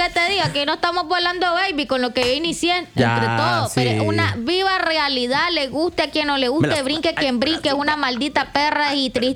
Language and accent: Spanish; Nicaragua; nosotros como nicaragüenses